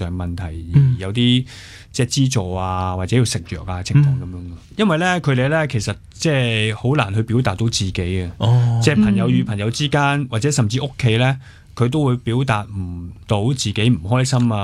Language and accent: Cantonese; Hong Kong; 我哋香港人